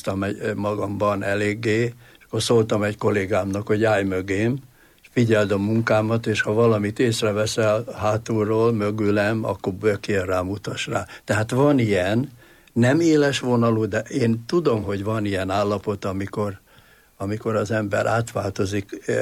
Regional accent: Zala, Hungary; Igen, én faluhelyen nevelkedtem, mert bennünket kiraktak annak idején az illetékesek. Hortobágyon már nem volt hely, úgyhogy Göcsejbe, egy kis zsákfaluba, erdő szélére, és ott a parasztemberek világában kerültem én nagyon közel az Istenhez

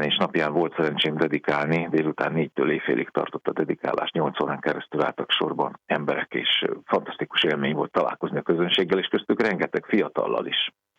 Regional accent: Hungary; én elsősorban ember vagyok, magyar vagyok, apa vagyok, és minden utána jön.

